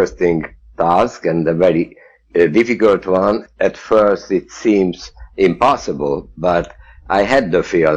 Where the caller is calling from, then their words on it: Hungary; English is a second language; I'm speaking from Hungary.